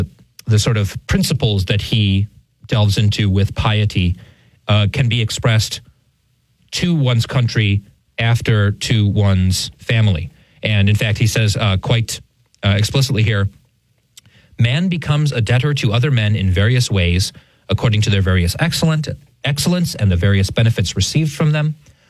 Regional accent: United States

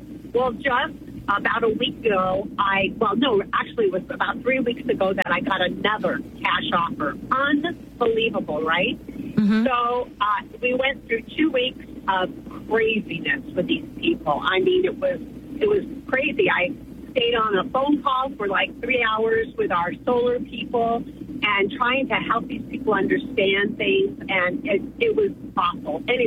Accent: Tucson, Arizona, United States; born and raised in Tucson, Arizona

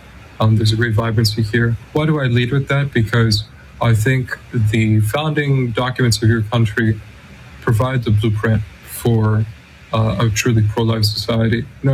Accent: Canada; I love this country. I'm a Canadian, but, you know, I've been giving thanks to God with all of you Americans

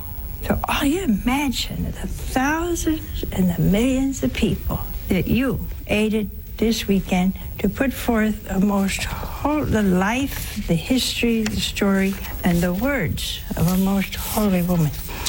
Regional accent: Ohio, United States; We have people from my home state, Ohio

